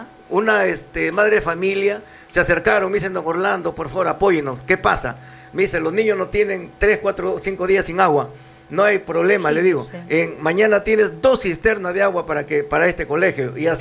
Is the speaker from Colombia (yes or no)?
no; Túcume, Lambayeque, Peru; mi pueblo de Túcume.